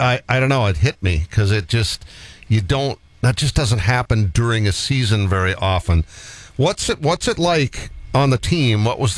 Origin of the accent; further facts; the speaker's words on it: Adrian, Michigan, United States; We're, you know, growing up in Adrian, which, by the way, is home of, I talk about this a lot on this show, that's one of my favorite little golf courses in this region.